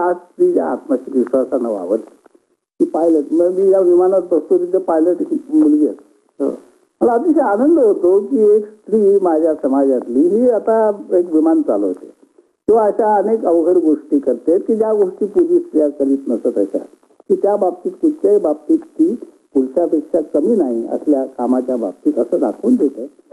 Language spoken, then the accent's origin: Marathi; Mumbai, Maharashtra, India; मी मुंबईकर आहे, मुंबईकर म्हणजे मुंबईतच माझा जन्म झाला, मुंबईतच मी वाढलो, मुंबईतल्या गिरगावात माझं लहानपण गेलं, तिथे मी शिकलो, तिथे तिथल्या बहुरंगी समाजात मी जगतो आज.